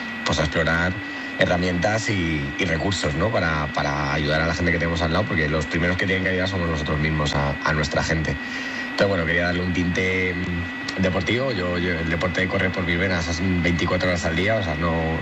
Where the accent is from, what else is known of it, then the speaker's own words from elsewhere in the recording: Madrid, Community of Madrid, Spain; now in Sevilla la Nueva, Spain; En Ventas, yo soy de Madrid, en el de el Manuel Becerra, el número 2.